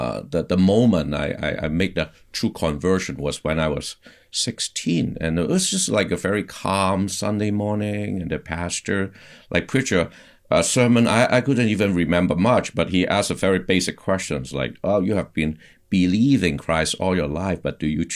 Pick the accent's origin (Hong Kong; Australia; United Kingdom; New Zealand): Hong Kong; first language Cantonese; English is a second language; now in Boston, United States; And by the time I got to a college, like here in Boston, I grew up in Hong Kong, so we speak Cantonese dialect